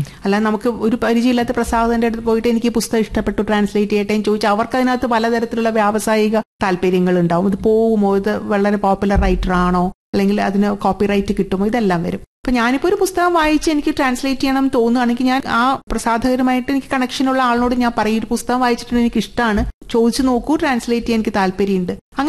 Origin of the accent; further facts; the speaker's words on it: Kerala, India; ജപ്പാൻകാരിയല്ല, ജപ്പാനിൽ പോയിട്ടില്ല. അപ്പൊ ഞാൻ എത്ര ഇനി അങ്ങനെ ശ്രമിച്ചിട്ടും കാര്യമില്ല. അതുകൊണ്ട് ഞാനൊരു മലയാളി സ്വത്വത്ത് നിന്നുകൊണ്ട്